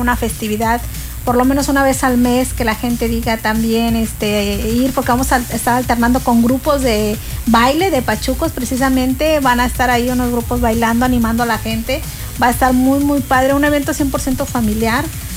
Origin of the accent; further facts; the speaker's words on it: Guerrero, Mexico; now in Cancún, Mexico; no soy de la Ciudad de México, soy del estado de Guerrero, pero crecí con esa cultura sonidera